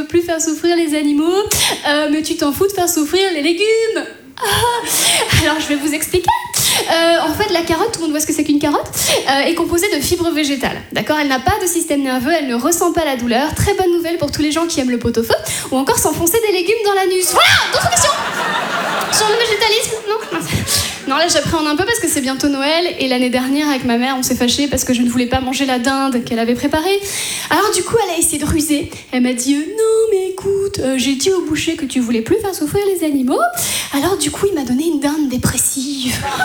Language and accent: French; Brittany, France; moved away; j'ai été obligée de quitter mon pays en 2008. La Bretagne. Mais bien sûr que j'ai quitté la Bretagne.